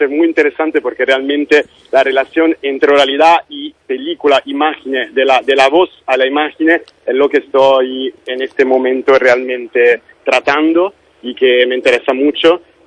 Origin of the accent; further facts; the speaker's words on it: Italy; siendo como italiano y teniendo esa gerencia histórica